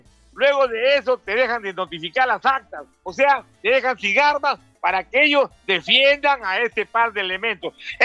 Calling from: Chimbote, Ancash, Peru; acá yo desde Chimbote voy a denunciar públicamente.

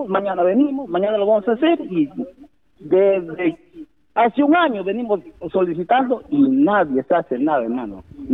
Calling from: Olmos, Lambayeque, Peru; qué pena me da por mi pueblo de Olmos y por sus caseríos.

